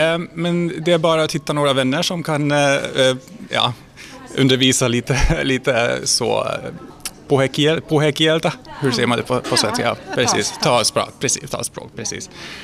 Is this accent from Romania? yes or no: yes; Cluj-Napoca, Cluj County, Romania; first language Hungarian; Swedish is a second language; moved away; Jag är uppvuxen i Cluj-Napoca i Rumänien, i Transylvanien. Och ja, det finns en ungerspråkig minoritet då.